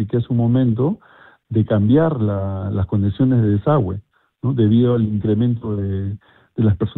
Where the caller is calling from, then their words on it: Arequipa, Peru; lo llamo de la ciudad de Arequipa, específicamente el cercado de Arequipa.